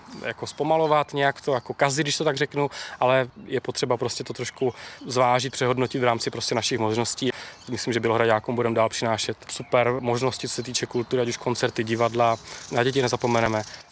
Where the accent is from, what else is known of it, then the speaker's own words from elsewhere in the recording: Uherský Brod, Zlín Region, Czechia; also born or lived in Prague; now in Vrchlabí, Czech Republic; Pocházím z Moravy, z Uherského Brodu. Přes Prahu jsem se dostal až do Krkonoš, kde vlastně teď žiju se svojí ženou ve Vrchlabí a s dcerkou. Směs náhod mě odvála až sem do Bělohradu, kde teda teďka působím a snad budu působit